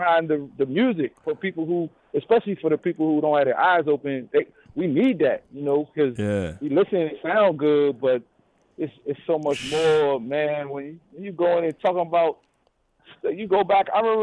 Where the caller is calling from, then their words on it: Myrtle Beach, South Carolina, United States; I'm calling from Myrtle Beach right now, but I live in Triple Hills.